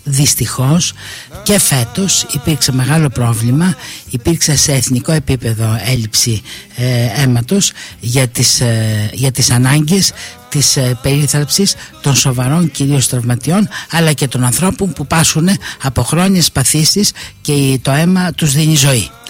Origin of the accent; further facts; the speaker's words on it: Larissa, Thessaly, Greece